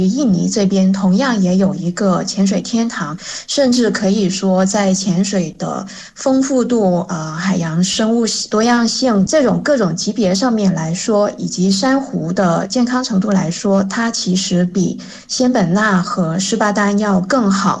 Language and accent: Chinese; China; 但是可能说我们中国人、中国游客来说呢，就对马来西亚的这部分更加熟悉一点。